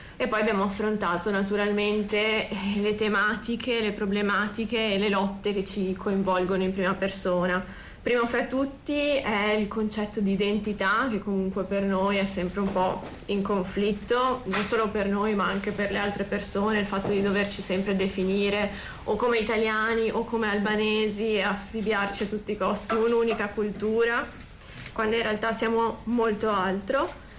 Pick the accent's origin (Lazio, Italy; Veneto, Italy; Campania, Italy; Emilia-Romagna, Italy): Veneto, Italy; Padua; Io ad esempio sono di Padova